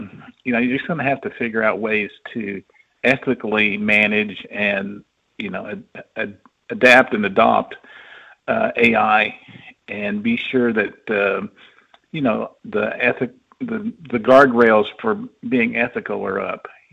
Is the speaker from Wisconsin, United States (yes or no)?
yes; Wisconsin, United States; I'm a native Wisconsin. I'm from Wisconsin.